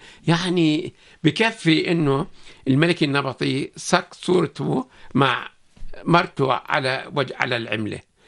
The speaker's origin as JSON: {"language": "Arabic", "country": "Jordan", "said": "لكن بالأردن إحنا"}